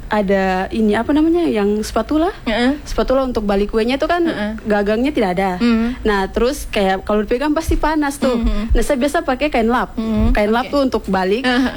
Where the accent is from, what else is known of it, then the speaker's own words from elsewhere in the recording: Fakfak, West Papua, Indonesia; Lahirnya di Fak-Fak.